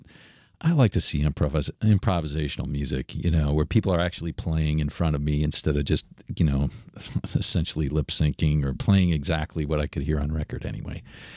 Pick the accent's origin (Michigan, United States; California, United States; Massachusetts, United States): Michigan, United States; Detroit; now in Central New York, United States; she came from my hometown of Detroit, or Detroit, as people say.